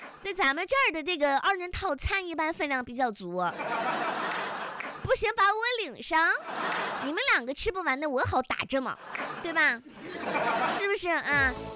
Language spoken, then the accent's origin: Chinese; China